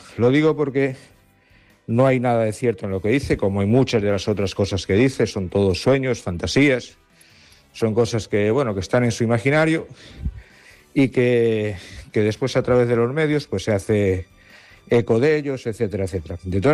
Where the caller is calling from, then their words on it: Galicia, Spain; Soy un vecino de Puixín